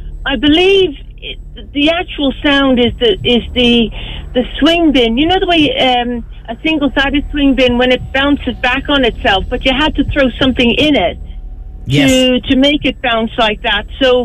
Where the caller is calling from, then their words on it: Dublin, Leinster, Ireland; I'm in Terranure